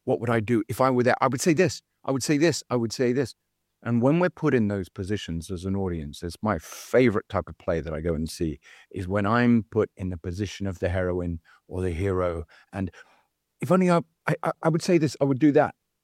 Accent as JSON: {"language": "English", "region": "England", "country": "United Kingdom", "also_born_or_lived": "China / Europe", "moved": "as an adult", "lives_now": "Australia", "said": "Certainly I'm English and coming to Australia"}